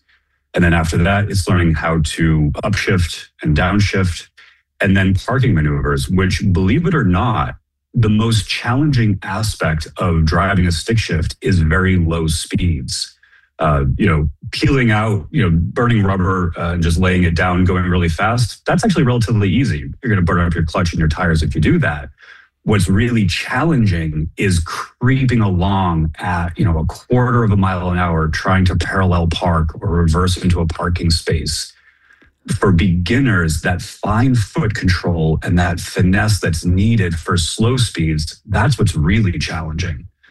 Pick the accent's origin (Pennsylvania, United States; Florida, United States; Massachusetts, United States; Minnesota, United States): Massachusetts, United States; Boston; So, I'm from Boston originally